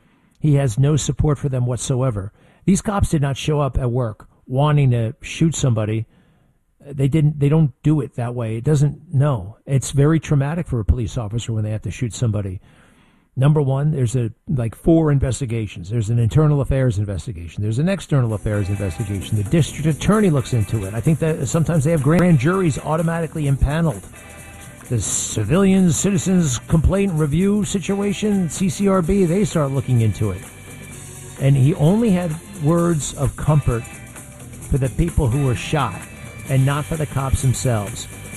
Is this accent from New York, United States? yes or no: yes; Garden City, New York, United States; President Trump was in Garden City on Long Island, my hometown.